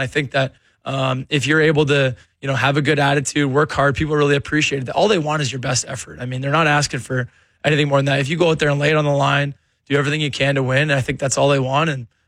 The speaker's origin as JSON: {"language": "English", "country": "Canada", "said": "I mean, maybe it's because I'm Canadian."}